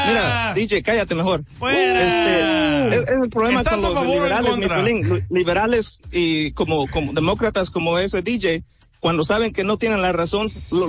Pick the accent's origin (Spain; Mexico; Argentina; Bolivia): Mexico; yo soy orgulloso, soy mexicano y todo lo que sea